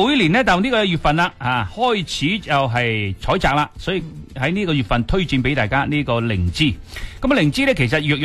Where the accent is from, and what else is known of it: Guangdong, China